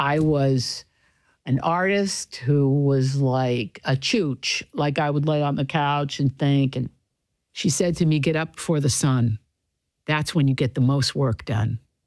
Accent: Appalachia, United States; I'm from Appalachia.

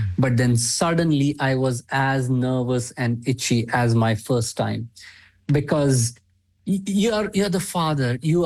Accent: Maharashtra, India; English is a second language; now in Bangalore, India; I'm from Central India, the state of Maharashtra.

